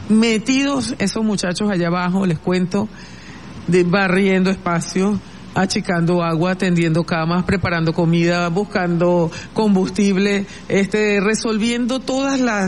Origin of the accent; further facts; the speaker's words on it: Venezuela; hemos vivido como venezolanos y venezolanas después del doble terremoto del 24 de junio